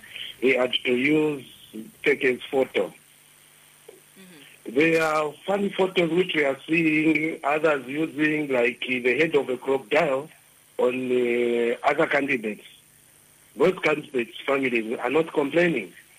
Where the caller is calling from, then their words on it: Kabwe, Central Province, Zambia; I'm calling you from Cabo.